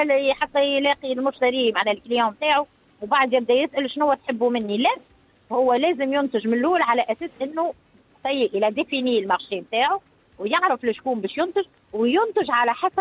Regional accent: Tunisia; انا جسوي تونيزيان، انا تونسية ونحب بلادي

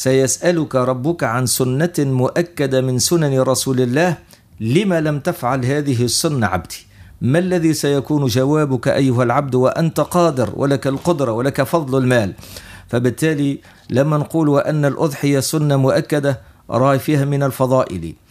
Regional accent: Tunisia; ونحمد الله أن جينا من تونس وليس من بلاد أخرى

